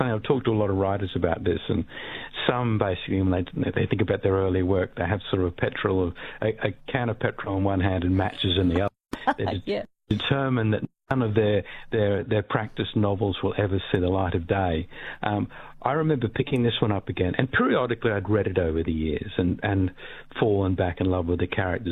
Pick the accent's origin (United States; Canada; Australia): Australia; why are you, as an Australian writer, have you never set a book in Australia?